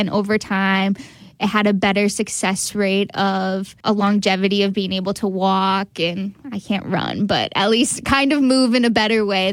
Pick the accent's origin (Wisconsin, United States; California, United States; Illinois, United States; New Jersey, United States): Wisconsin, United States; Brookfield; growing up in Brookfield, sports were my life.